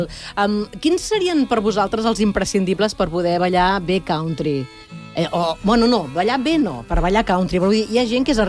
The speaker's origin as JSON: {"language": "Catalan", "region": "Catalonia", "country": "Spain", "said": "Jo soc molt catalana"}